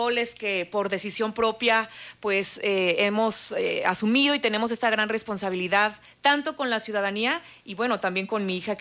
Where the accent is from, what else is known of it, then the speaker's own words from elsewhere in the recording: Michoacán, Mexico; Que habrá todas estas manifestaciones culturales que nos dan identidad como pueblo de Michoacán, como mexicanos orgullosamente